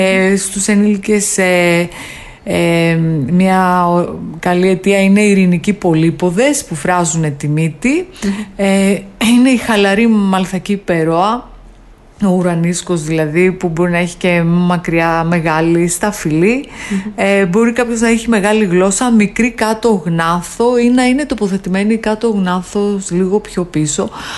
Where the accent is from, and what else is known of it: Greece